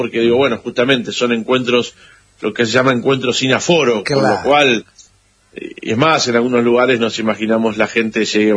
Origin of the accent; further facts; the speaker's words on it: Argentina; ya sabemos cómo somos los argentinos en esto, nos volcamos a la calle.